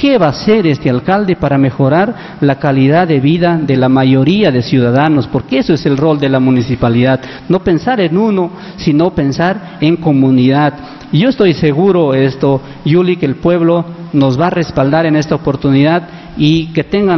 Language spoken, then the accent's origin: Spanish; Utcubamba, Amazonas, Peru; Si Utcubamba ha crecido y somos el corazón de Amazonas y la provincia económicamente más fuerte a nivel de Amazonas